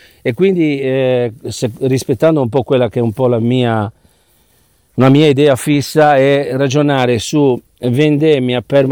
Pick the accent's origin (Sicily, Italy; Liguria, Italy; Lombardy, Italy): Liguria, Italy; Genoa; ci aggiungo anche da genovese